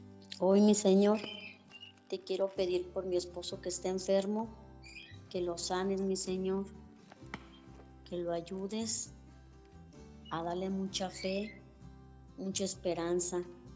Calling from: Ocotlán, Jalisco, Mexico; De aquí de Ocotlán, Jalisco.

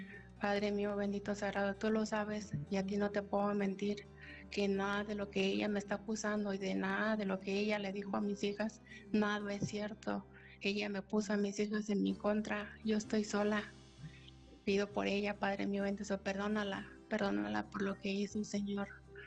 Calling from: Fresnillo, Zacatecas, Mexico; Bueno, de Fresnillo, Zacatecas.

